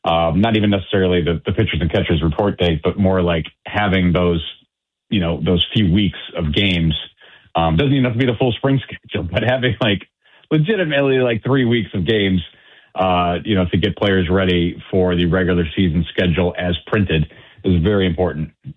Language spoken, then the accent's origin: English; Cleveland, Ohio, United States; I come from a small market, smaller market mentality. And I grew up in Cleveland